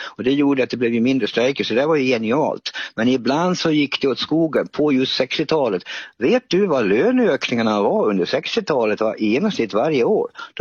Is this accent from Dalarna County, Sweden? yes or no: yes; Ludvika, Dalarna County, Sweden; Jag kommer ju från Ludvika och den mest kända, det är ju Hasse Eriksson från 1967.